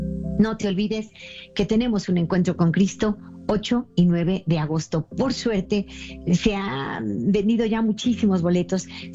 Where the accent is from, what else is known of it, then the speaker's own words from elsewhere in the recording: Mexico; Si vives en México, hay un número directo en mi país